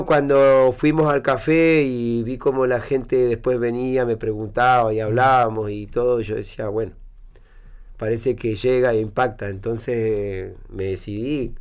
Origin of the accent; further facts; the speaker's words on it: Río Gallegos, Santa Cruz, Argentina; De acá, de Río Gallegos. Nacido.